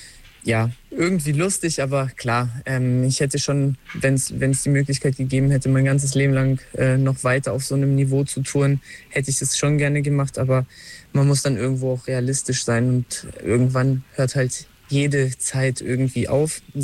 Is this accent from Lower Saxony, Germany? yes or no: yes; Hanover, Lower Saxony, Germany; Und ich bin da sehr, sehr froh drüber, dass wir uns nach außen als Hannoveraner so schön präsentiert haben.